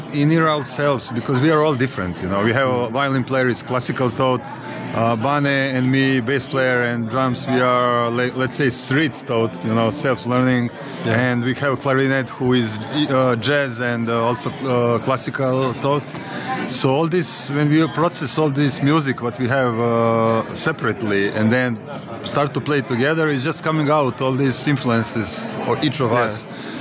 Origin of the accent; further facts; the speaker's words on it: Belgrade, Serbia; English is a second language; coming from Serbia, Belgrade, so Balkan area of the Europe, south of Europe.